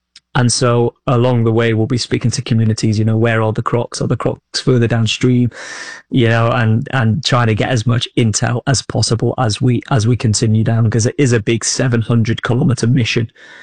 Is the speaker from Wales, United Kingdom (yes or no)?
yes; Old Colwyn, Wales, United Kingdom; growing up in North Wales in Old Colwyn, you know, a place no one really knows